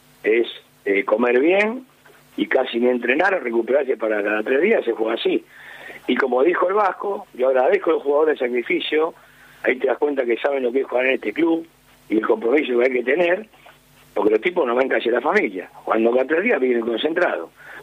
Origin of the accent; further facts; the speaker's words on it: Buenos Aires, Argentina; Yo soy acá de Saavedra, así que acá en el barrio está contento